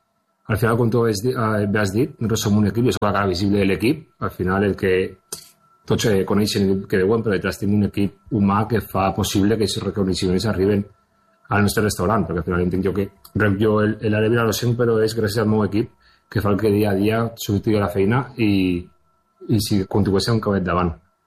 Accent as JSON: {"language": "Catalan", "town": "Vinaròs", "region": "Valencian Community", "country": "Spain", "tie": "born or raised there", "said": "que al meu poble, no?, rebre aquest reconeixement que és tan important a tots els vinarosencs"}